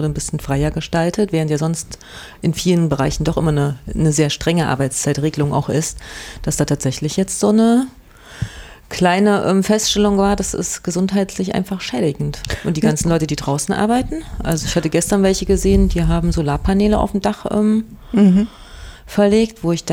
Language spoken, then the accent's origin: German; Jena, Thuringia, Germany; Ich komme ja aus Jena